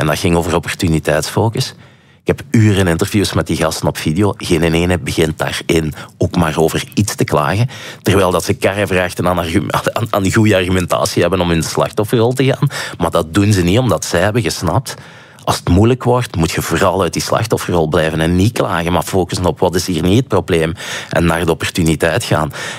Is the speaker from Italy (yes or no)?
no; Flanders, Belgium; Ik zeg, soy de Belgica. En hij zegt, een Belg, entonces francofen of flamenco, Vlaming of Waal. En ik zeg, ja, soy flamenco.